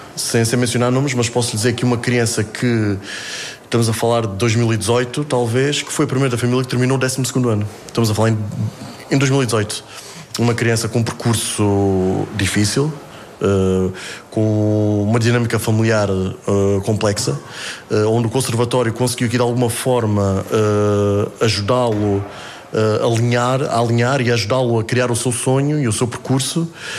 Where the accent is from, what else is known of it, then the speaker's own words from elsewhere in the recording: Alentejo, Portugal; Eu sou alentejano, eu sou de Alstrel e cheguei aqui ao conservatório em 2010.